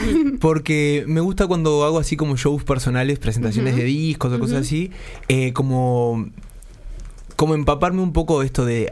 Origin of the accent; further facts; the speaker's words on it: Uruguay; siempre caemos bien, como el uruguayo